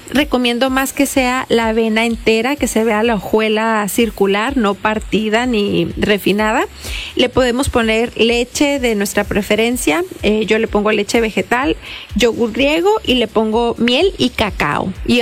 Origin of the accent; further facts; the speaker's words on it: Tijuana, Baja California, Mexico; Ay, pues soy de Tijuana.